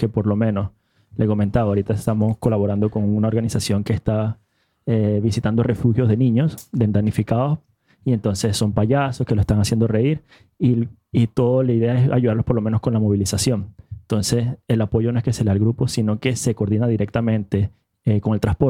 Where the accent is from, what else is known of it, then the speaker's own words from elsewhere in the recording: Venezuela; Es una realidad que, como venezolano y con otras personas venezolanas, hemos hablado de cómo se puede canalizar de esto de manera más transparente.